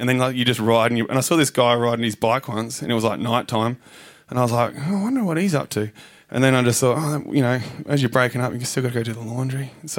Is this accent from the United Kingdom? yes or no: no; Waipinga, New Zealand; So I'm from Waipinga.